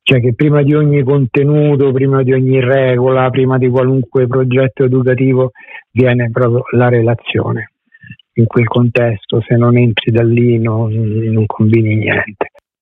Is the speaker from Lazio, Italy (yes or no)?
yes; Rome, Lazio, Italy; moved away as an adult; also born or lived in Milan; now in Arquata del Tronto, Italy; Io sono nato e cresciuto a Roma